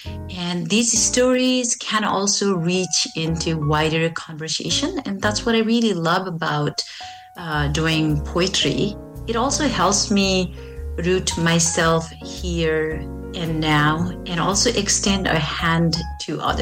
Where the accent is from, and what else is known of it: Nepal; moved away as an adult; now in St. Albert, Canada